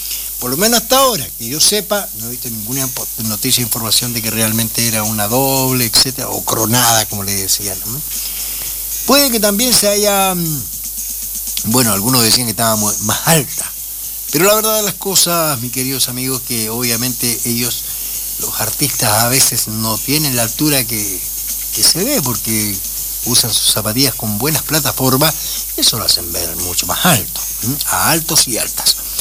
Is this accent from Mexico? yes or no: no; Chile; varios chilenos como que estamos un poco desconectados últimamente.